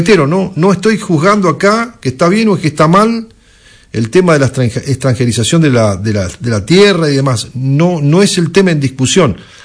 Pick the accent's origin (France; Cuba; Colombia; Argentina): Argentina; Así somos los argentinos